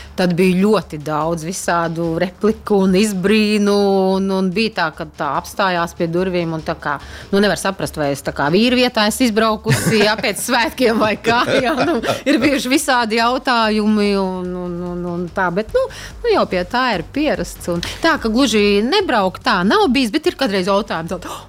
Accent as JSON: {"language": "Latvian", "town": "Ventspils", "region": "Kurzeme", "country": "Latvia", "said": "Interesanti izcelsme, ja es esmu no Ventspils, no Kurzemes, tad viņš man ir no Preiļiem."}